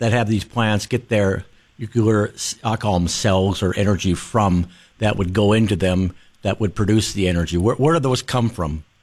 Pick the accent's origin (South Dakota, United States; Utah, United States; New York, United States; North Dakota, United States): North Dakota, United States; Forbes; I grew up in Forbes, North Dakota, where they have a, you know, big wind farm there in the Coteau Hills.